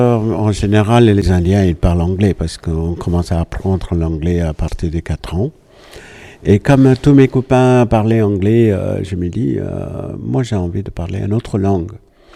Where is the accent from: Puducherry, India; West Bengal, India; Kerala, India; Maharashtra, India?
Kerala, India; Je viens d'Inde, donc je suis indien, indien du Sud. Donc ça fait 33 ans que j'ai enseigné le yoga en Inde et aussi en Europe, principalement en France.